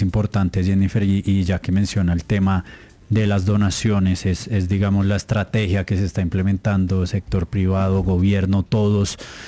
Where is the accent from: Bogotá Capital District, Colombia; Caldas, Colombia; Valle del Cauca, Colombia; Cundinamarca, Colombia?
Bogotá Capital District, Colombia; Bogotá; born there; Sí, en Bogotá.